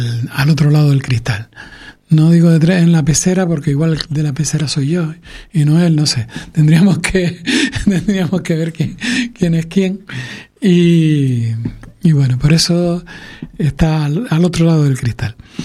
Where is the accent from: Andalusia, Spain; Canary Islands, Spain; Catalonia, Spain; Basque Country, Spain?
Canary Islands, Spain